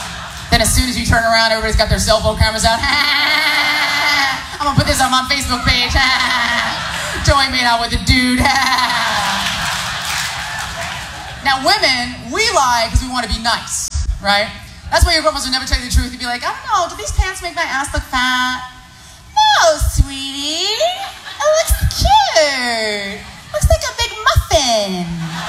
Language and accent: English; San Francisco, California, United States; I grew up in San Francisco. It's like a rule. Right? It is. It's a rule in San Francisco.